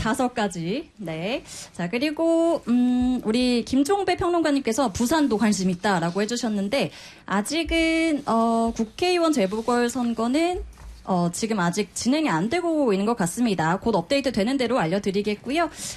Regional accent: North Jeolla, South Korea; 사실 제가 네, 전라북도 출신입니다.

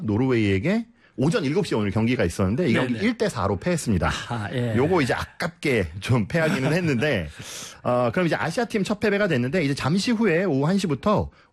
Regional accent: South Korea; 저는 이제 한국 사람이니까요.

